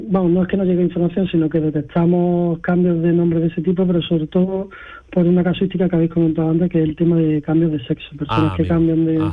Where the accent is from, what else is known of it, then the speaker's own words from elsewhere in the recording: Granada, Andalusia, Spain; Es un nombre típico de mi ciudad, Granada. Yo soy nacido en Granada.